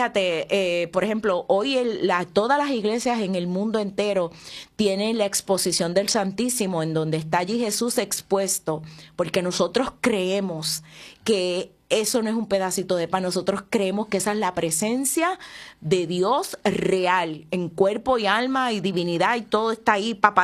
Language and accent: Spanish; Puerto Rico; Claro que sí, y Puerto Rico, ¿verdad? Porque esta es nuestra casa, la casa de todos